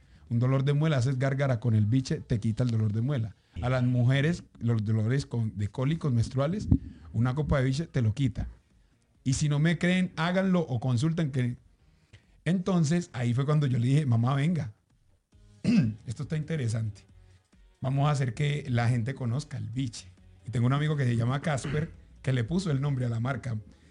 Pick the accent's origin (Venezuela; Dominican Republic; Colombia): Colombia; nosotros como colombianos